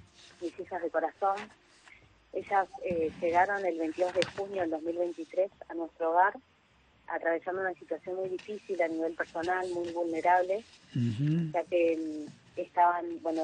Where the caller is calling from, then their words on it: General Pacheco, Buenos Aires Province, Argentina; soy de Pacheco.